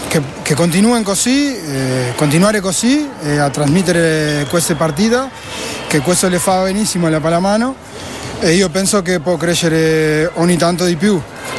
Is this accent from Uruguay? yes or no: yes; Canelones, Uruguay; Italian is a second language; vengo di Uruguay, di Canelones, vicino a Montevideo, che è la capitale.